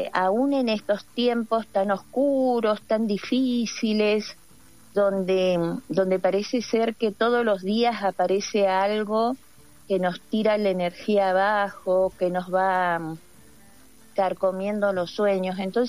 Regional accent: La Rioja, Argentina; revisar nuestra propia historia, ¿no?, como riojanos, como riojanas, recuperando el orgullo de serlo

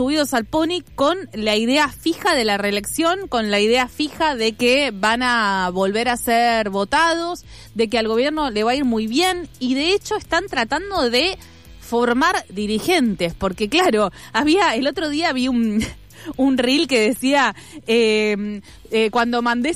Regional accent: Argentina; ¿por qué soy argentino?

